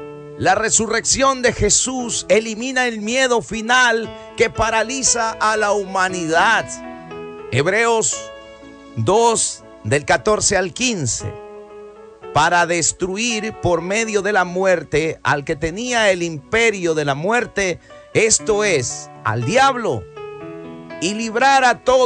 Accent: Ecuador; mi país, Ecuador

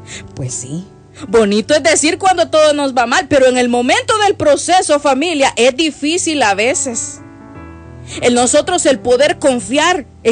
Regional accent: El Salvador; como decimos en El Salvador

